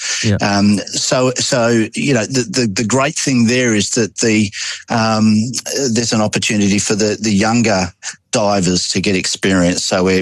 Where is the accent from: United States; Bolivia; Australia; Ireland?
Australia; I'm an Australian.